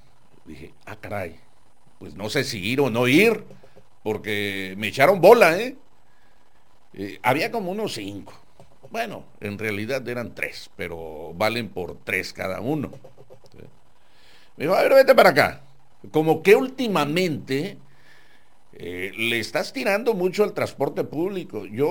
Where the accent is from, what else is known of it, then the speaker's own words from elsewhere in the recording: Jalisco, Mexico; now in Tijuana, Mexico; quebramuelas, le decían en mi pueblo. Allá en Jalisco